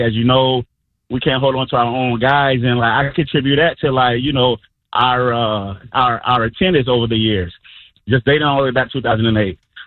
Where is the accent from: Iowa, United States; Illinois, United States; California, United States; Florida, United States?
Florida, United States; Lakeland; I'm from Lakeland, of course, and it was just a plenty of Rays fans coming by.